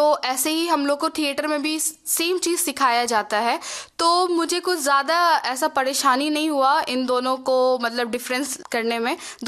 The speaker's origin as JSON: {"language": "Hindi", "town": "Madhubani", "region": "Bihar", "country": "India", "first_language": "Maithili", "second_language": "Hindi", "said": "मैं मिथिलांचल से हूँ, मधुबनी"}